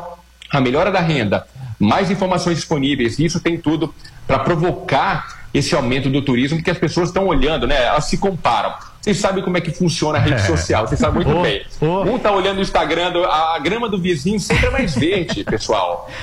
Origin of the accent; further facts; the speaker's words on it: Rio de Janeiro, Brazil; Quem sabe como que é viajar para o Rio de Janeiro, que eu sou carioca